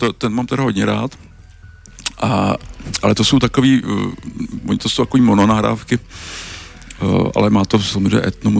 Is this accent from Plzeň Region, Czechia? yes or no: yes; Plzeň, Plzeň Region, Czechia